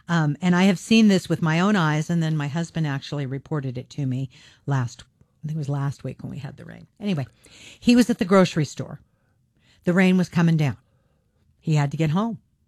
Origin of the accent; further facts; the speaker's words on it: Pacific Northwest, United States; I'm from the Northwest. I have a whole series, an array of raincoats.